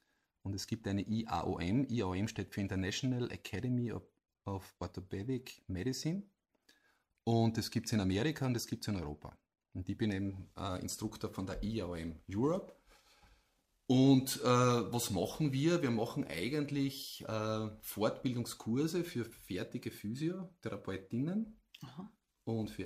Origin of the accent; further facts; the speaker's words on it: Eibiswald, Styria, Austria; Wenn ich sage, ich komme aus Eibiswald, dann schauen wir mal an und denken sie, wo ist das? Dann könnte ich sagen, naja, das ist südlich von Graz